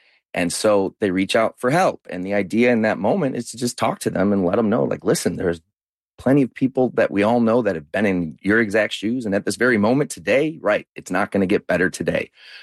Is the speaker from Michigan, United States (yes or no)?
yes; Michigan, United States; And back when I grew up in Michigan.